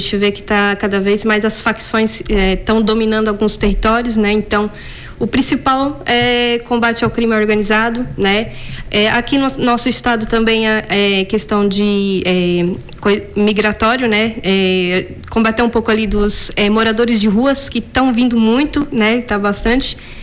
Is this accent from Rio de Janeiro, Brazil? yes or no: no; Gravatal, Santa Catarina, Brazil; also born or lived in Braço do Norte; Isso, sou de Gravatal, né? É, nasci ali em Braço Norte, mas a minha família é de Gravatal. Também tenho uns familiares aqui também em Tubarão, né? Que é